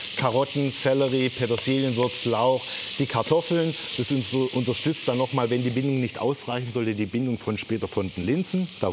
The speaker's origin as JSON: {"language": "German", "region": "Baden-Württemberg", "country": "Germany", "tie": "born or raised there", "said": "Nee, wir sind ja eigentlich keine ursprünglichen Schwaben. Ich bin ja Siebenbürger Sachse. Aber natürlich bin ich ja aufgewachsen, auch hier geboren bei Stuttgart."}